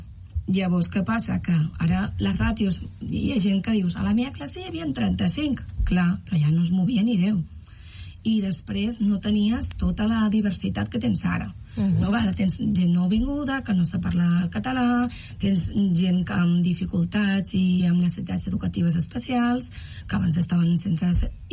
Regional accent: Valencian Community, Spain; moved away as an adult; now in Arenys, Spain; jo vinc de València. Soc valenciana. Fa 25 anys que treballo aquí i tinc companys allà.

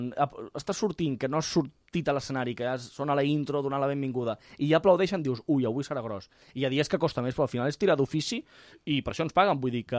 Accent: Cunit, Catalonia, Spain; sí, sóc de Cunit i, hòstia, suposo que estic flipant, no? Hòstia, és de Cunit, parla català, no?

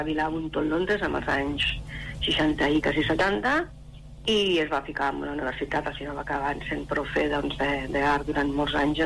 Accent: Sabadell, Catalonia, Spain; moved away as an adult; now in Castellar del Vallès, Spain; jo soc de Sabadell, però nosaltres vivim a Castellà, els dos vivim a Can

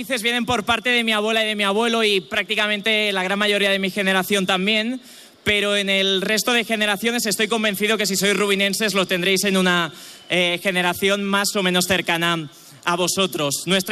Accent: Rubí, Catalonia, Spain

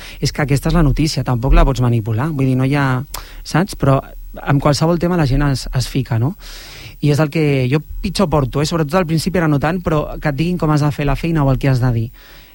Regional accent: Barcelona, Catalonia, Spain; born there; soc català, he nascut a Barcelona, parlo perfectament català

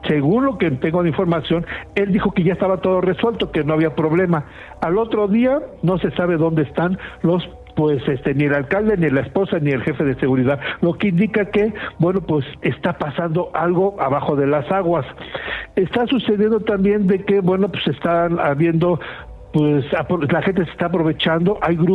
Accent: Mexico

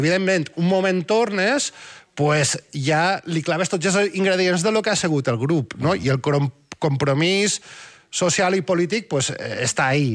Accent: Valencian Community, Spain; som de la Marina.

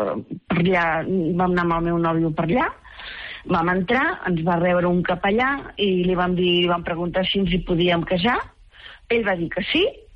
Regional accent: Barcelona, Catalonia, Spain; Mira, jo sóc de Barcelona, he viscut sempre a Barcelona i treballava al carrer Provença en un edifici d'oficines i treballava a l'àtic.

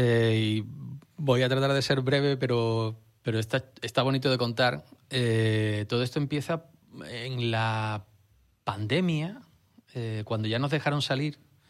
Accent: San Fernando, Andalusia, Spain; El hospital donde yo nací, el barrio donde yo me crié, el patio en el que yo jugaba, la guardería a la que yo iba.

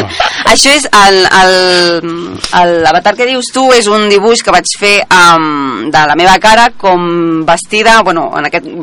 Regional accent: Catalonia, Spain; Soc catalana

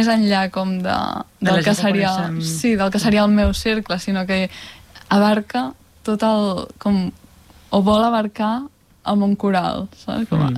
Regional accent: Terrassa, Catalonia, Spain; Jo soc de Terrassa

